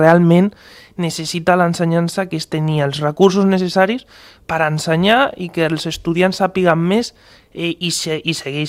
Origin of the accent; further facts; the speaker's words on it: Catalonia, Spain; Jo defenso el català, jo soc català.